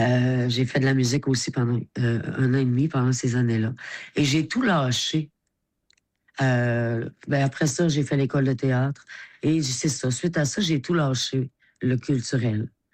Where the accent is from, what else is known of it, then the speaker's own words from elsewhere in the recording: Saguenay, Quebec, Canada; Moi, je viens du Saguenay.